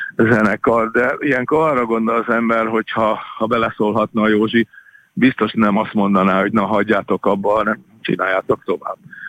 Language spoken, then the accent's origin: Hungarian; Hungary; amikor Amerikába jártunk, és nem hitték el, hogy mi magyarok vagyunk, és mert úgy játszottunk, mint ők, úgy néztünk ki, mint ők